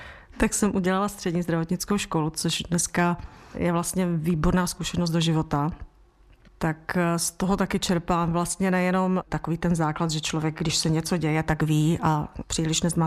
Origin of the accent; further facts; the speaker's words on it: Karviná, Moravian-Silesian Region, Czechia; já jsem z Hornického kraje, z Karviné